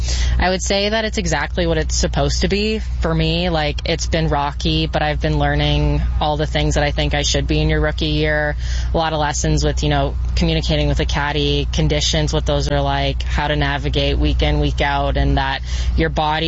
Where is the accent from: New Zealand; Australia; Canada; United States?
Canada; I mean, Canada, we have lots to be proud of. I love being Canadian.